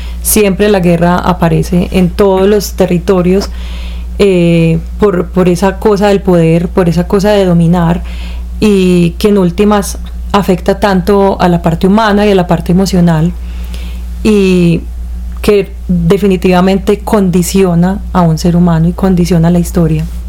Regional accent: Colombia; moved away

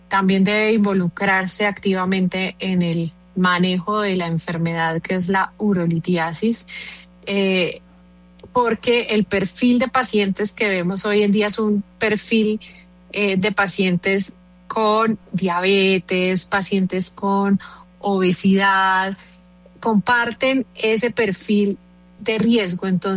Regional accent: Norte de Santander, Colombia; Yo soy del norte de Santander

